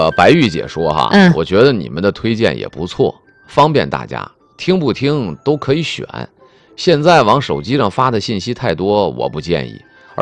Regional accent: Tianjin, China; 我提醒一下大家。咱们天津人的身份证在这儿是免首道门票，

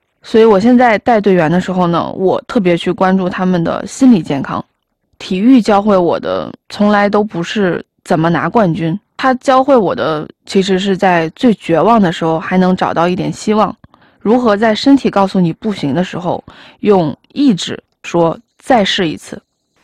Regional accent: Tianjin, China; 其实我从小就在天津长大

